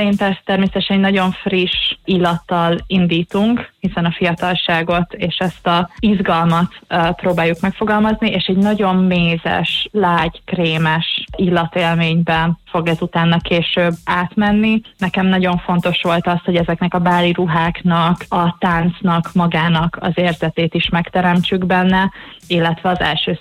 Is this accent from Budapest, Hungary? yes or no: no; Tihany, Veszprém County, Hungary; Én ugye Tihanyban nőttem fel, és igazi balatoni lány vagyok